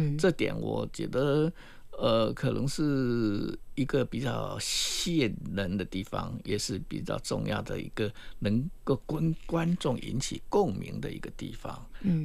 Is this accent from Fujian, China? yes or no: yes; Fujian, China; 潮汕的侨批跟我们闽南的侨批其实还是有很多的这些相似度